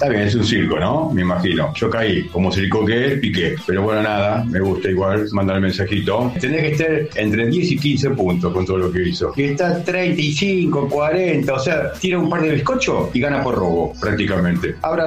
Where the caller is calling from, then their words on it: La Plata, Buenos Aires Province, Argentina; Linda mañana acá en La Plata.